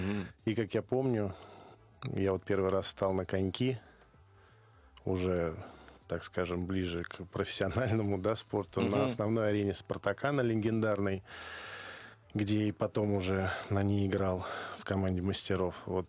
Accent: Moscow, Russia; У нас в Гальяново, я рос в Гальяново, был пруд

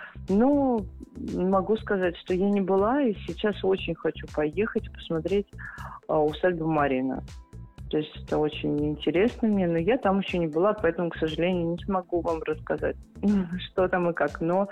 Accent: Moscow, Russia; born there; Я родилась в Москве

